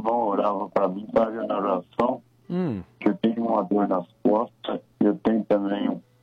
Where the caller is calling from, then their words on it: São Paulo, Brazil; Eu falo aqui de Ponta de Araraquara, vizinho de Araraquara.